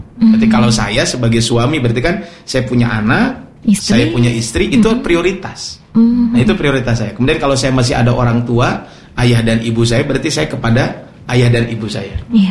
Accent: Ciparay, West Java, Indonesia; Karena saya orang Ciparai juga.

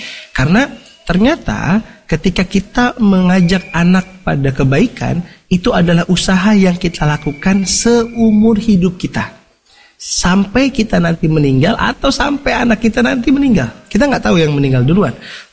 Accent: Bandung, West Java, Indonesia; saya kan orang Bandung. Sekolah di Gontor, di Jawa Timur.

